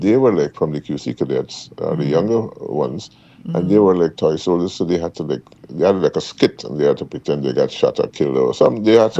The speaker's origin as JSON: {"language": "English", "town": "Triumph", "region": "Demerara-Mahaica", "country": "Guyana", "tie": "born or raised there", "said": "I grew up in BV, Triumph"}